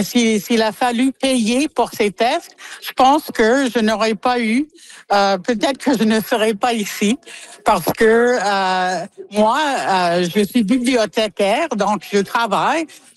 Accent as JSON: {"language": "French", "region": "Saskatchewan", "country": "Canada", "said": "moi je viens de la Saskatchewan"}